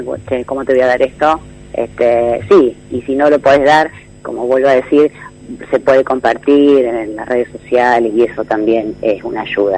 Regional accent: Santo Tomé, Santa Fe, Argentina; soy de Santo Tomé, Santa Fe.

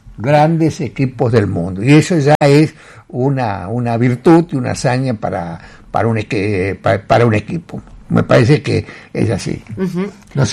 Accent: Santa Fe, Argentina; Soy argentino y santafesino.

